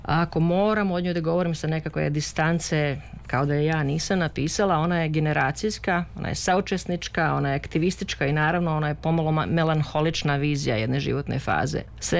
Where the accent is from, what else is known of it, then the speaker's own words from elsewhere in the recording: Prijedor, Republika Srpska, Bosnia & Herzegovina; narod će izvati starim curama ili već kako to se kaže kod mene gdje sam odrasla u Prijedoru.